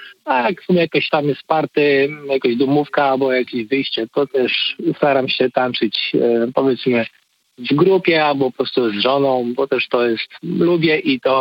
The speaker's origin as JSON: {"language": "Polish", "town": "Rzeszów", "region": "Subcarpathian Voivodeship", "country": "Poland", "lives_now": "Poznań, Poland", "said": "Nie, ja pochodzę z Rzeszowa, a mieszkam pod Poznaniem obecnie."}